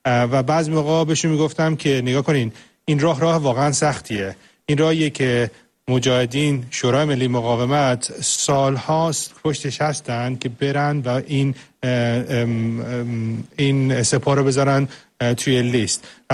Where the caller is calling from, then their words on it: England, United Kingdom; وقتی که میفهمیدن از انگلیس میام،